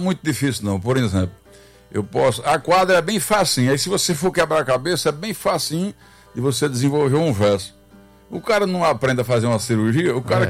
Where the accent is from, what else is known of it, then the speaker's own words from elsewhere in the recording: Coremas, Paraíba, Brazil; Sou paraibano, filho de Coremas.